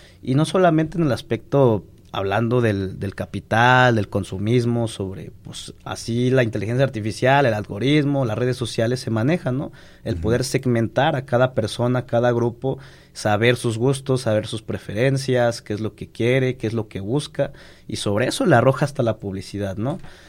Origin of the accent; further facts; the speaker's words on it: Mexico; esto hace o fortalece nuestras raíces como mexicanos, este patriotismo, este nacionalismo